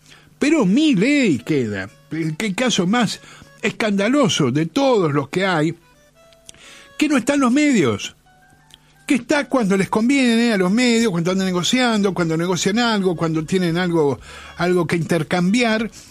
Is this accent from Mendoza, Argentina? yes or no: no; Buenos Aires, Argentina; Yo soy del barrio de Montserrat, del barrio del Mondongo.